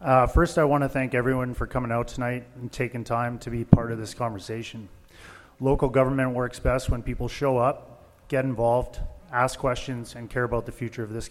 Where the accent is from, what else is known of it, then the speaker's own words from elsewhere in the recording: Penticton, British Columbia, Canada; I was born and raised in Penticton.